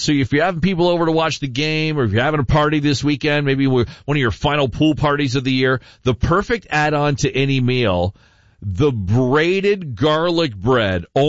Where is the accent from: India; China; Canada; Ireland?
Canada; I'm thankful I'm Canadian.